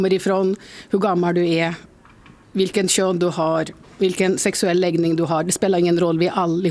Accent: Trondheim, Trøndelag, Norway; moved away as an adult; now in Östersund, Sweden; Jag har bott här i Torvalla nu i snart 26 år. Jag är född och uppväxt i Trondheim i Norge.

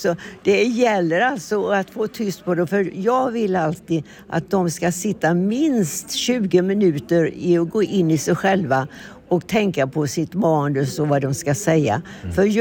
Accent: Orust, Västra Götaland County, Sweden; moved away; jag kommer ju från Orust egentligen, så jag har ju inga bekanta här.

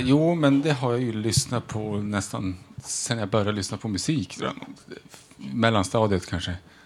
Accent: Vindeln, Västerbotten County, Sweden; jag kom ju från Vindeln, så ofta vi körde mellan Umeå och Vindeln och så fanns den här skivan i bilen.

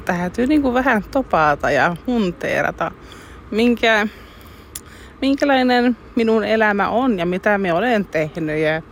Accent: Torne Valley, Norrbotten County, Sweden; minun juuret on kauhean tärkeät tänne Torniolaaksoon.

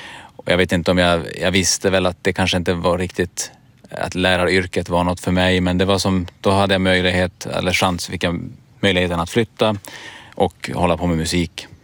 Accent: Kiruna, Norrbotten County, Sweden; moved away as an adult; now in Umeå, Sweden; jag hade aldrig varit i Karesuando för innan, även fast jag bott i Kiruna hela livet.

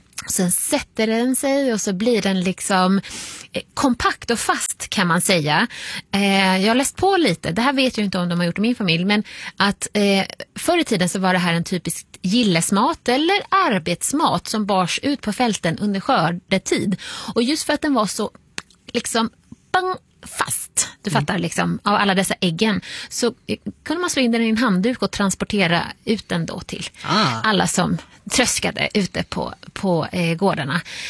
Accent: northern Sweden, Sweden; moved away; Man skulle ju kunna säga att där jag kommer ifrån, uppåt landet

